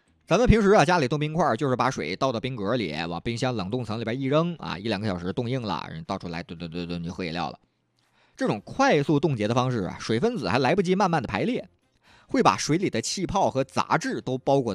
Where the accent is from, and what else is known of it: Northeast China, China; accent: Northeastern